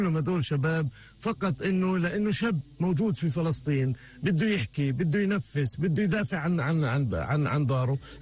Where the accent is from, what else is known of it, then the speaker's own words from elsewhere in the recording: Palestine; احنا ولدنا في هاي البلد، اترعرعنا في هاي البلد، اجدادنا من هاي البلد